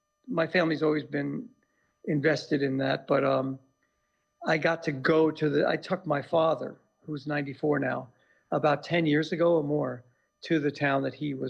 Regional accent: New York, United States; moved away; I moved back to New York in 96 from New York. I'm from Brooklyn.

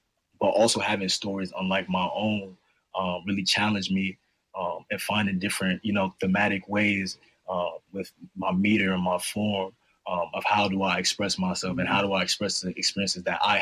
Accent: New York, United States; growing up in Harlem and seeing, you know, a certain mold of people, a certain, you know, vernacular and all that stuff, and then switching over to going to boarding school, middle of nowhere in Massachusetts

